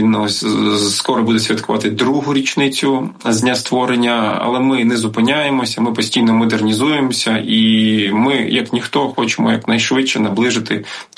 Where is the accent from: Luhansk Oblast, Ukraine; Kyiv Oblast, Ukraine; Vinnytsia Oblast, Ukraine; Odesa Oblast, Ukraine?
Kyiv Oblast, Ukraine; Boryspil; моє рідне місто Бориспіль, в якому я народився, в якому я провів кращі роки життя.